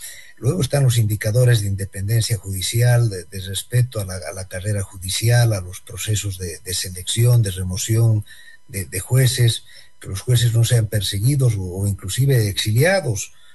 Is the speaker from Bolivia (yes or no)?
yes; Bolivia; a mi país, Bolivia. Yo vengo de Bolivia, y el tema de la reelección presidencial definida pues creó una gran crisis democrática en mi país.